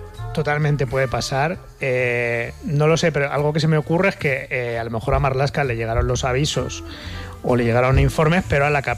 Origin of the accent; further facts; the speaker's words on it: Spain; Pues no, pero yo lo diría, no como la humanidad, como español. Porque hemos tenido nosotros el privilegio de vivir esto.